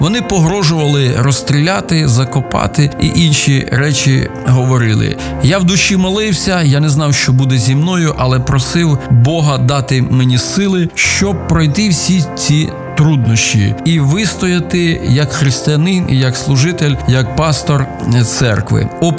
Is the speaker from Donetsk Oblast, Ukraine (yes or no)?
no; Rivne Oblast, Ukraine; moved away as an adult; also born or lived in Luhansk / Sverdlovsk, Luhansk Oblast; Я родом з Рівненщини, але після навчання у Київському біблійному інституті я поїхав на Луганщину як місіонер.